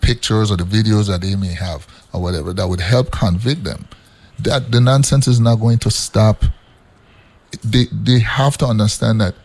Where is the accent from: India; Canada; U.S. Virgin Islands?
U.S. Virgin Islands; we had community watches in the community in which I grew up in St. Thomas.